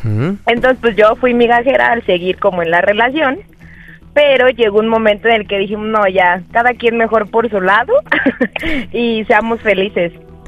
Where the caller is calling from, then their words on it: Querétaro, Mexico; 27 años y soy de Querétaro.